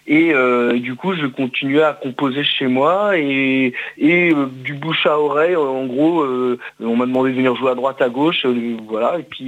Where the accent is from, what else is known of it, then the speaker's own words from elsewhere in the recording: Rennes, Brittany, France; Ouais, bonjour à tous. Je suis bien de Rennes.